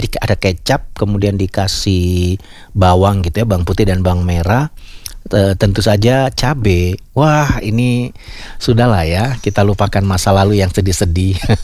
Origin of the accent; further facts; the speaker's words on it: East Java, Indonesia; dulu zaman saya waktu kecil di Jawa Timur.